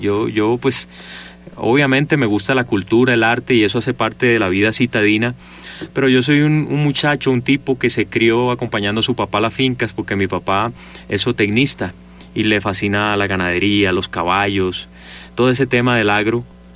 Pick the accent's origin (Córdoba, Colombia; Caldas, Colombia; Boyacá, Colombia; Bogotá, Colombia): Córdoba, Colombia; Montería; Pero yo soy orgulloso de ser monteriano, cordobés. Yo me eduqué ahí, mi colegio, mi universidad. Yo le debo esa espontaneidad también a mi cultura cordobesa